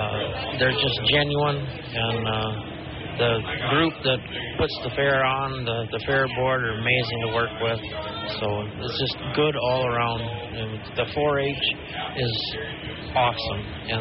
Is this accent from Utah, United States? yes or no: no; Austin, Minnesota, United States; I mean, I grew up in Austin. I've been out here since I was a little kid doing things with the fair.